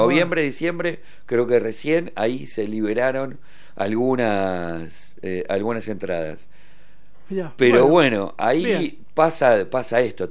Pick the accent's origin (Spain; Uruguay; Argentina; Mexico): Argentina; La Plata, Buenos Aires Province; nosotros que somos de La Plata